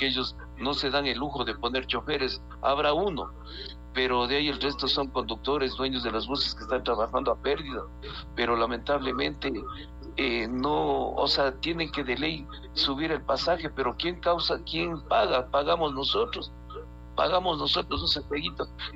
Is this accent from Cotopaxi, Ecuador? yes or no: yes; Aláquez, Cotopaxi, Ecuador; Somos pueblos, somos nacidos en Alaques